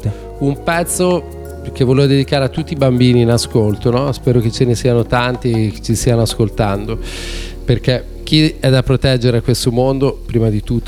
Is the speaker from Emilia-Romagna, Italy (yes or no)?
yes; Bologna, Emilia-Romagna, Italy; dalla grassa Bologna. Portiamo un po' di musica da casa nostra, dalla nostra città.